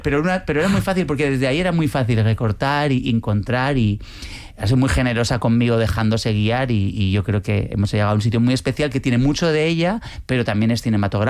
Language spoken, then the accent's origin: Spanish; Pamplona, Navarre, Spain; moved away as an adult; now in Madrid, Spain; yo nací en Pamplona, viajé a Madrid en el año 98